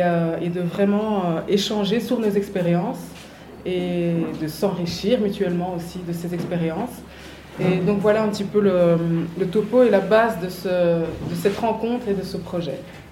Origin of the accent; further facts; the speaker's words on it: Brussels, Brussels-Capital Region, Belgium; Donc, nous, on vient de Bruxelles. Moi, je suis chanteuse, musicienne, et Manon, ici, est manager.